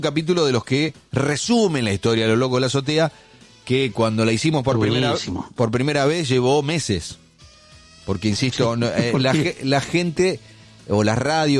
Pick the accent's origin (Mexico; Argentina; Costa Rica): Argentina; La Madrid, Tucumán; moved away; se juntan en mi pueblo, en La Madrid